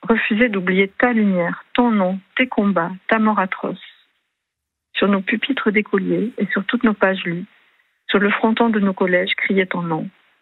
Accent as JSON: {"language": "French", "town": "Toulouse", "region": "Occitanie", "country": "France", "said": "Vous savez, moi je suis toulousaine, la Toulouse, oui."}